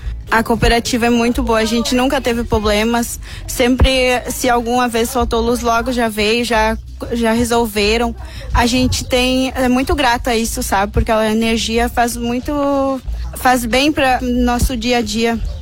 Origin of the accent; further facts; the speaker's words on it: Argentina; now in Lajeado, Brazil; Ah, eu sou da Argentina, natural de lá. Tô morando aqui no Brasil faz uns 21 anos. Tô morando aqui nessa casa uns 12 anos